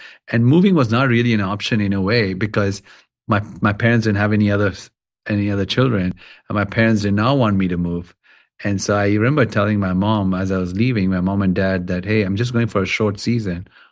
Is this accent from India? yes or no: yes; Kolkata, West Bengal, India; And I had got to meet Mother Teresa growing up in Calcutta and seen our work.